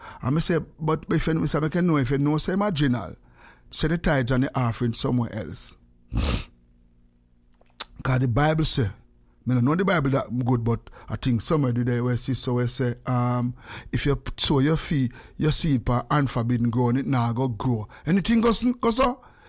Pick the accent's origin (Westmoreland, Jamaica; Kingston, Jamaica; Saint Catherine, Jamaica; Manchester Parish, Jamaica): Kingston, Jamaica; Cabrera give you no, so I come from Tivoli Garden.